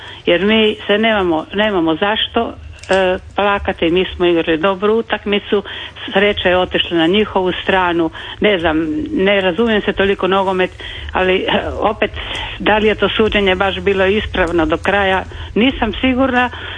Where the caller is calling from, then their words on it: Rijeka, Primorje-Gorski Kotar County, Croatia; Ja sam iz Rijeke